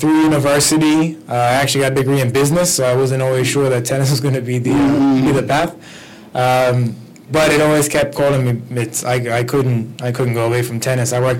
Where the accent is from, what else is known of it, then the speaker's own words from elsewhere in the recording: Bermuda; But I'm from Bermuda. Flew in from Bermuda.